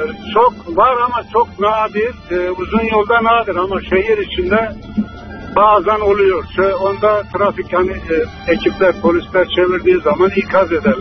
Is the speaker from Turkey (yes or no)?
yes; Kırıkkale, Turkey; Ben Kırıkkale'liyim Ata Bey.